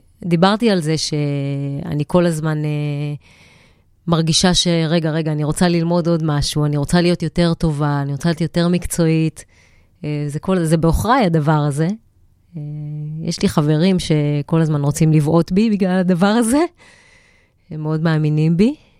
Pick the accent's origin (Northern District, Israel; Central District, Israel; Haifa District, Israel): Northern District, Israel; Ma'alot-Tarshiha; אני גדלתי במעלות